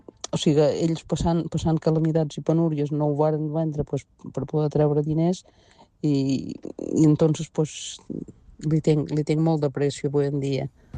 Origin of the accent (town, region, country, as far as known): Formentera, Balearic Islands, Spain